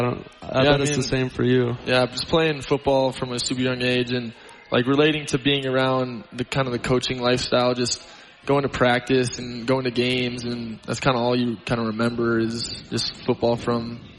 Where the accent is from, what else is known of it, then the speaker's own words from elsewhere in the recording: Laramie, Wyoming, United States; also born or lived in Fargo; because I was born in Fargo, moved to Laramie. So I kind of say Laramie, but graduated from Bozeman.